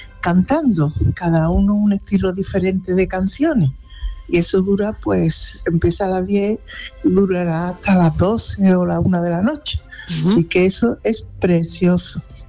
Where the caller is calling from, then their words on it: Aroche, Andalusia, Spain; Aquí en Aroche hay mucha actividad fiestera.